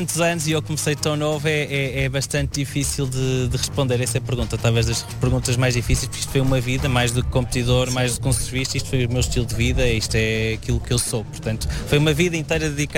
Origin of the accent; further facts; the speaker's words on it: Porto, Norte, Portugal; Eu sou do Porto